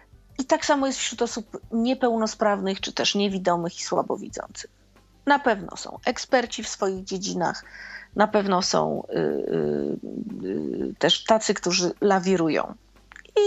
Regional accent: Kielce, Świętokrzyskie Voivodeship, Poland; ja jestem z Kielc

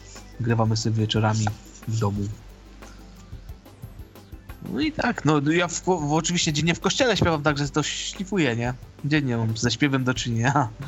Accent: Silesian Voivodeship, Poland; U nas na Śląsku

